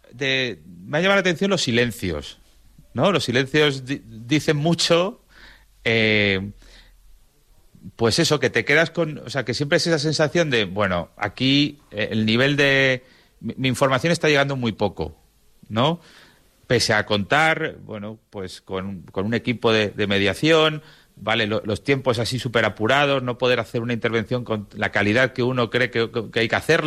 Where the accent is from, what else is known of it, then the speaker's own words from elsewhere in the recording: Community of Madrid, Spain; nosotros venimos de la Comunidad de Madrid, que es otra realidad totalmente